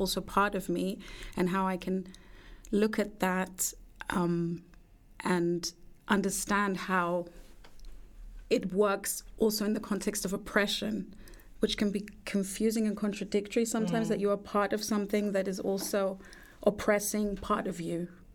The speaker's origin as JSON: {"language": "English", "region": "London", "country": "United Kingdom", "tie": "born or raised there", "said": "So I grew up in the UK. I grew up in London. Mm-hmm. I was born in London. My mom's from Austria. My dad is from Nigeria, is Igbo."}